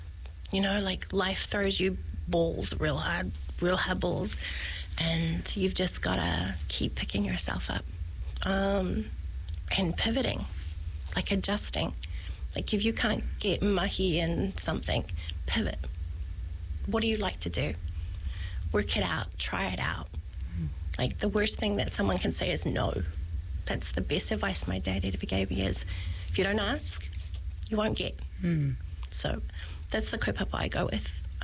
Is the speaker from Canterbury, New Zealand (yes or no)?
yes; Burnham, Canterbury, New Zealand; now in Hawke's Bay, New Zealand; I'm an army brat, born and raised in Burnham Army Camp. Didn't grow up Māori.